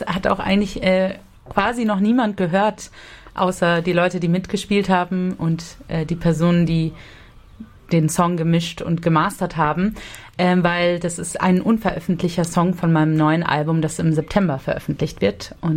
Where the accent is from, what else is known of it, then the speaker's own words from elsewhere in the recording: Bad Schönborn, Baden-Württemberg, Germany; also born or lived in Freiburg; meine Eltern sind dann zwischen Karlsruhe und Mannheim hingezogen und deswegen bin ich wirklich nur in Freiburg geboren und in Bad Schönborn aufgewachsen.